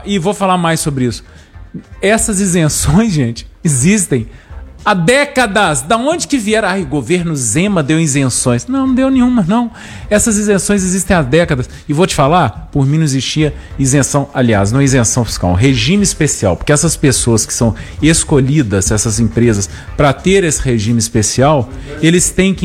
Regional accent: Brazil

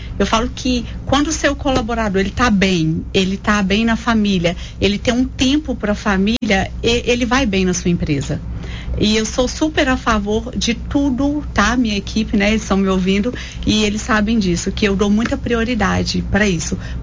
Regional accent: Coronel Fabriciano, Minas Gerais, Brazil; Eu falei, não, eu sou de Fabriciano, é a minha cidade.

